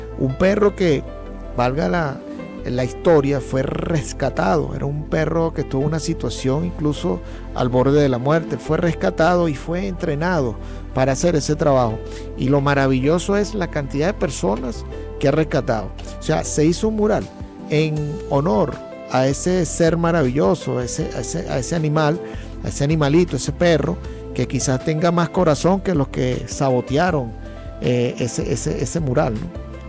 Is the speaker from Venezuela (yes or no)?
yes; Venezuela; nosotros los venezolanos